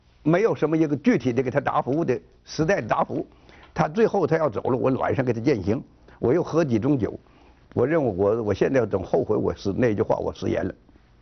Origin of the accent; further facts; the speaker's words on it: China; 那我是中国人